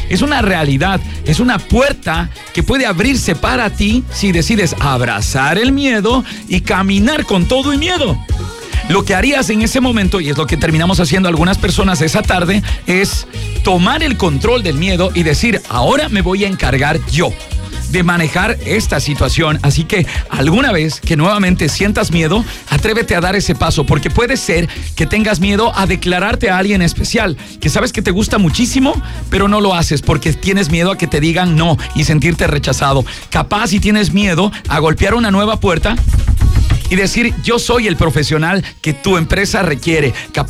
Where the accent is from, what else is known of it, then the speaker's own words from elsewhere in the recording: Baños de Agua Santa, Tungurahua, Ecuador; Muchos saben que soy de Baños de Agua Santa